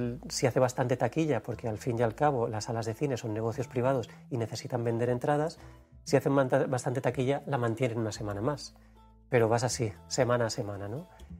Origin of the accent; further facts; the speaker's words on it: Valencian Community, Spain; accent: Valencian; la lengua valenciana es catalán, con nuestro acento.